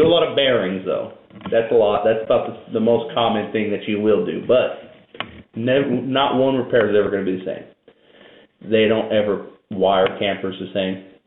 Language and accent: English; California, United States; I'm from California, so I started in California.